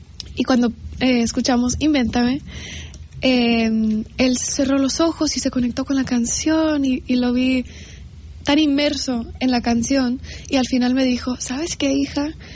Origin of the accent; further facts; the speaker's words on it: Los Angeles, California, United States; empiezo en Los Ángeles, que es donde yo nací, es donde yo crecí.